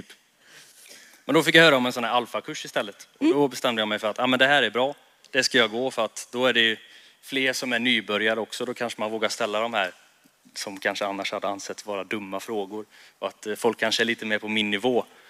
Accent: Kinna, Västra Götaland County, Sweden; moved away as an adult; now in Jönköping, Sweden; Jag var 19 år gammal. Och jag skulle flytta till Jönköping. Jag kommer från Kinna från början. En liten ort utanför Borås, om man inte har koll på den.

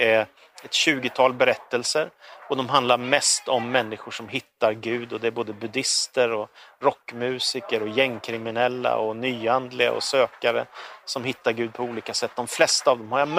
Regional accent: Stockholm, Stockholm County, Sweden; born there; also born or lived in Småland / Danderyd; now in Karlstad, Sweden; Vi flyttade upp till Stockholm från Småland. Då kom de med som medlemmar i Philadelphia-kyrkan i Stockholm. Så jag var med där en del i min uppväxt. Men jag bodde ju i Danderyd och det var väldigt sekulariserat.

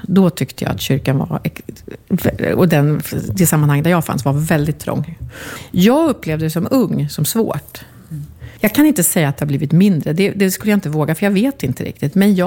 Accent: Strängnäs, Södermanland, Sweden; här i Strängnäs är ju att här känner ju alla mig sen jag var liten. Nej, inte alla, men jag är ju uppvuxen här. Det här är ju liksom min hembygd.

